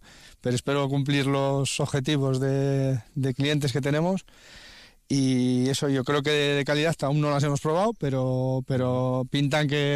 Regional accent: Pariza, Castile and León, Spain; soy de Pariza, uh-huh, y hago agricultura, pues en secano y alubias, uh-huh, ¿sabes?

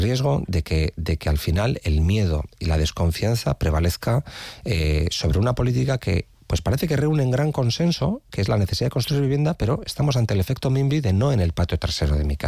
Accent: San Sebastián, Basque Country, Spain; yo, que soy de Riberas y llevo más de 20 años viviendo allí

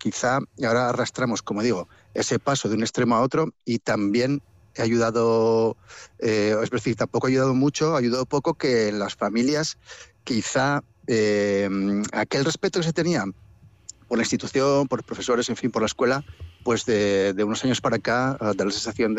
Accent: La Rioja, Spain; soy riojano

